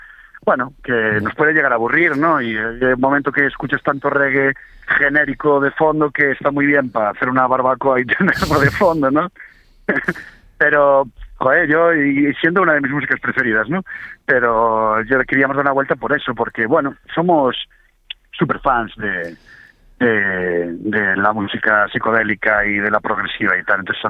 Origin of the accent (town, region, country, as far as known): Ourense, Galicia, Spain; now in Santiago de Compostela, Spain